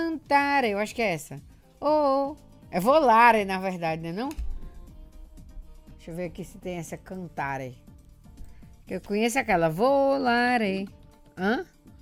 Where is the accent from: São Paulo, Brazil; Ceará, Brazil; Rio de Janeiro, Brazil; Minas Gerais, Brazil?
Ceará, Brazil; Fortaleza; Mas eu vou viajar para minha terra, para Fortaleza, ver minha mãezinha.